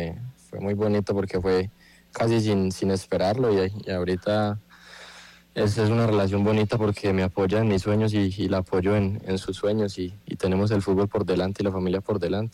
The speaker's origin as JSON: {"language": "Spanish", "town": "Santa Rosa de Cabal", "region": "Risaralda", "country": "Colombia", "tie": "born there", "moved": "yes", "said": "Yo soy nacido en Santa Rosa de Cabal."}